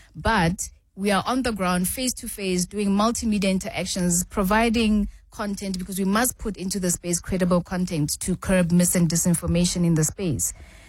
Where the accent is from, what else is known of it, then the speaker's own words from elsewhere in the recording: Ga-Rankuwa, Gauteng, South Africa; and I lived in Garankuwa. I grew up in Garankuwa, for instance.